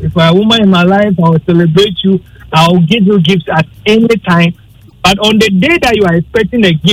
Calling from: Canada; I'm calling from Canada.

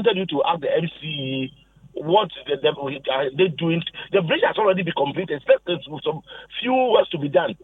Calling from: Kumasi, Ashanti, Ghana; from Asafo.

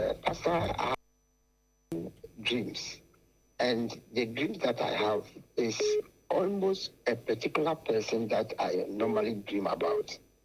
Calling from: Bekwai, Ashanti, Ghana; calling from Bekwai.

